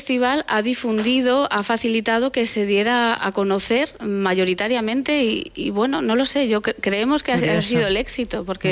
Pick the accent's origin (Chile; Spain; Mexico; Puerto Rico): Spain; Aragon; now in Barbastro, Spain; que yo vivo en Barbastro, pero procedo de la Ribagorza, de esos pequeños pueblos, de esas casas que te he comentado